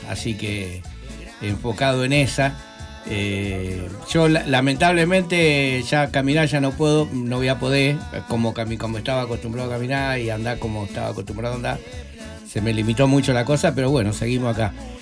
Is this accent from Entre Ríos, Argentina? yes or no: no; Rosario, Santa Fe, Argentina; que eran todo el barrio ahí de la Rey Mendoza, el Club Amistad y Unión, el Club Libertad, que esa es la zona donde yo me crié hasta los 18. Que es donde estoy ahora viviendo en la pensión, ahí en la estación Rosario Oeste.